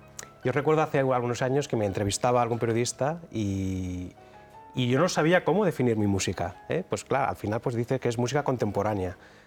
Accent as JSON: {"language": "Spanish", "town": "Málaga", "region": "Andalusia", "country": "Spain", "tie": "born or raised there", "said": "Claro, es que mi infancia se desarrolla en Málaga. He tenido la suerte de poder criarme en el mar."}